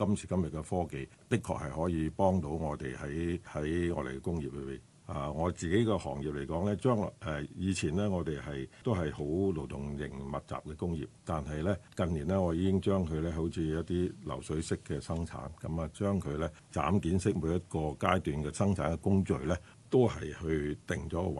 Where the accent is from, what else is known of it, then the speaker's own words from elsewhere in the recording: China; 我哋中國人比較上係唔係好注重我哋嘅產品嘅包裝嘅。